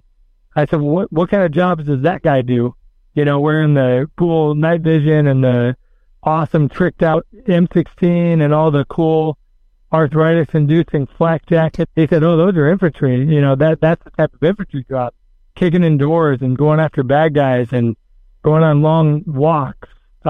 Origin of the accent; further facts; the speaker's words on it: Des Moines, Iowa, United States; Born and raised in Des Moines, Iowa.